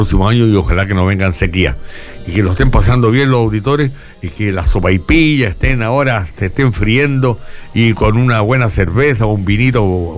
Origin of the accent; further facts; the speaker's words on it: Chile; yo no soy chilenito, yo soy chileno.